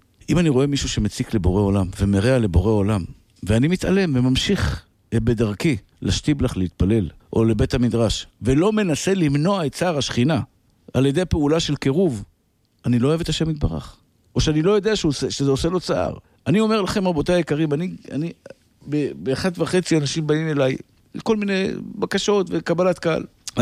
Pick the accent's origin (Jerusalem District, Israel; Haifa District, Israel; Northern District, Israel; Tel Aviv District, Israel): Tel Aviv District, Israel; Tel Aviv; כשהייתי ילד גרתי בשכונת התקווה